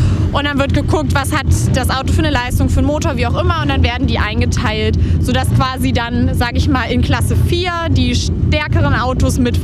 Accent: Wendeburg, Lower Saxony, Germany; ich bin 16. Ich komme aus Wendeburg.

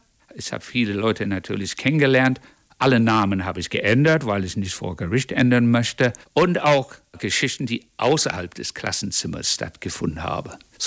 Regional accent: England, United Kingdom; German is a second language; moved away as an adult; now in Braunschweig, Germany; Ich bin gebürtiger Engländer, aber lebe seit 1978 hier in Braunschweig, Deutschland.

